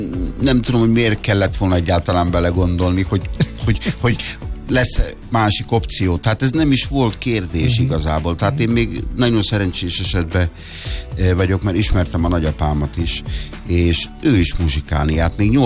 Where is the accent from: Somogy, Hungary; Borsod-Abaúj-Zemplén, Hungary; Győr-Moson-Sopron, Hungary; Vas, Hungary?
Borsod-Abaúj-Zemplén, Hungary; Sárospatak; ahonnan én származom, Sárospatakról